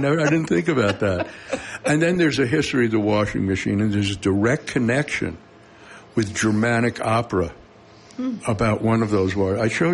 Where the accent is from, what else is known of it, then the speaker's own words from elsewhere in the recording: Brooklyn, New York, United States; when I grew up in New York City, in Brooklyn, New York, I was a little fat Jew boy from New York who listened to folk songs about working in the mine